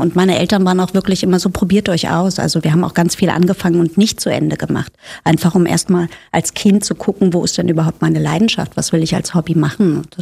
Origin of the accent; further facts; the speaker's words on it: Potsdam, Brandenburg, Germany; also born or lived in Zehdenick; now in Berlin, Germany; Von hier Zedenick geboren, Potsdam aufgewachsen und dann in den Osten von Berlin gezogen, immer noch Ossi, ja.